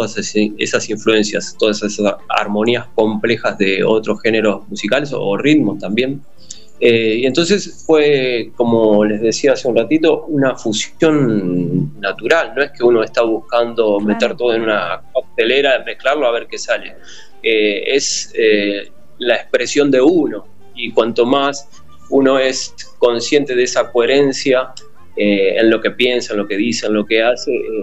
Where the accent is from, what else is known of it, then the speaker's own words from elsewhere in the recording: La Plata, Buenos Aires Province, Argentina; No, aporteñado no, más bien de La Plata.